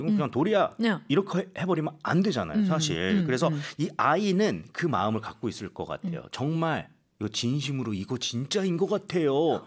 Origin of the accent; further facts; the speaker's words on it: Goseong, South Gyeongsang, South Korea; 어머, 저희 고향입니다. 경남 고성.